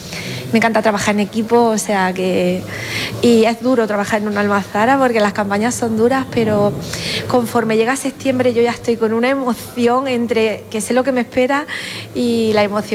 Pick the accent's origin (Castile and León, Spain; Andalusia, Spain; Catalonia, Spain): Andalusia, Spain; soy de la Sierra de Segura